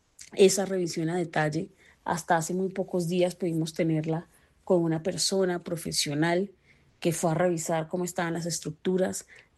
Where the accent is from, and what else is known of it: Colombia